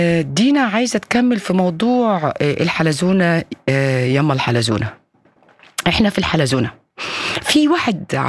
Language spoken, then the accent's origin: Arabic; Egypt; ده ما بيحصلش عندنا في مصر، يعني فاهم ازاي، وطول عمرنا احنا مصريين مسيحيين عايشين مع مسلمين